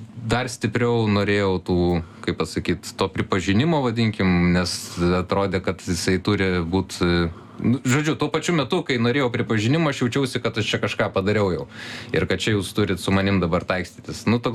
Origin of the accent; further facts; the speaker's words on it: Kaunas, Kaunas County, Lithuania; užaugau Kaune